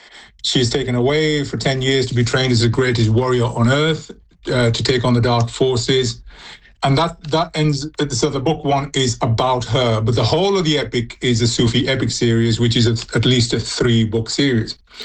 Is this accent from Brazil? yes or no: no; India; born there; I was born in India. And when I was born in India, I heard stories. I was born in a little village where everybody was connected.